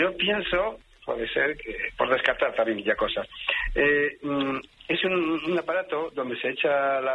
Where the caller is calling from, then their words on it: Madrid, Community of Madrid, Spain; De Madrid.